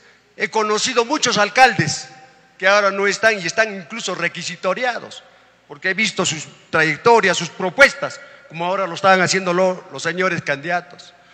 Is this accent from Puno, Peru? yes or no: yes; Puno, Peru; now in Yunguyo, Peru; soy de natural de Puno, pero me siento más yungueño que uno que ha nacido aquí en Yunguyo.